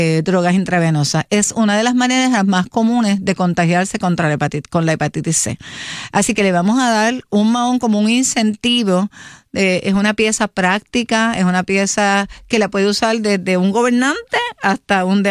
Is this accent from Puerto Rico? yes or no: yes; Puerto Rico